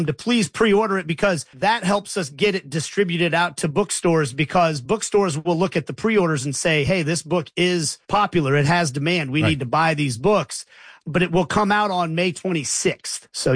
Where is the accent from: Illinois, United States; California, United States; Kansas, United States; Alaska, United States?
Kansas, United States; Kansas City; also born or lived in Johnson County; I've always loved Kansas City, and I'm a person who feels like I grew up in Wyandotte County. I spent time in Johnson County. I spent time in Kansas City, Missouri.